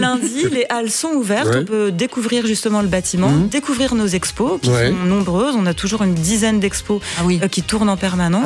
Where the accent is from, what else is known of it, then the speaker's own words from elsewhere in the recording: France; accent: French; Vous m'interrogez, vous parlez mon accent français.